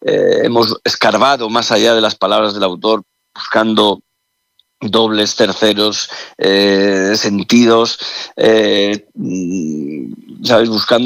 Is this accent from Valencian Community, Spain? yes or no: no; Caravaca de la Cruz, Region of Murcia, Spain; ruede ahora aquí en mi tierra, en Murcia, en Caravaca concretamente